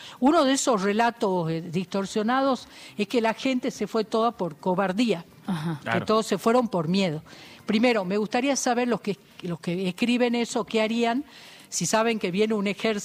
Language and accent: Spanish; Jujuy, Argentina; también me pasó encontrar gente que se emociona de conocer a un jujeño, uh-huh, que porque somos de Jujuy y nuestra historia, ¿no?, tan impresionante del éxodo.